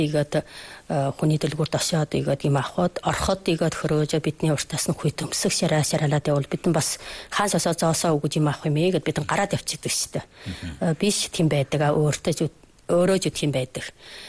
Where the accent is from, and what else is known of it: Inner Mongolia, China